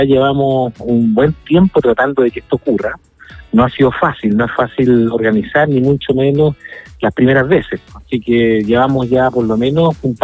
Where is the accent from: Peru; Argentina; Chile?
Chile